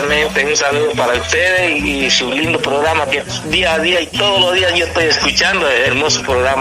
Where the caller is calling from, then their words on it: Tumupasa, La Paz, Bolivia; Aquí estamos, en Tumupasa estamos.